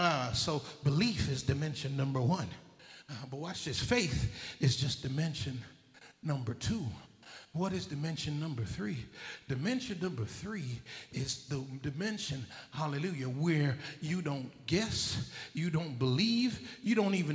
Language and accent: English; Jamaica